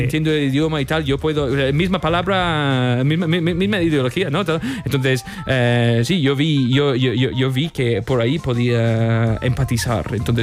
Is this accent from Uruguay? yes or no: no; Torquay, South West England, United Kingdom; Spanish is a second language; now in Spain; yo vengo de un sitio que se llama Torquay, que es en el suroeste de Inglaterra.